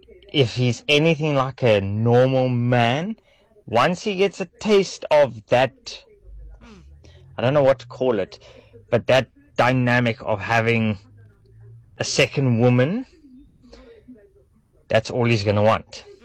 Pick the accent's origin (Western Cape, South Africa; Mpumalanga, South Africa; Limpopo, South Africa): Western Cape, South Africa; Cape Town; I came from Cape Town.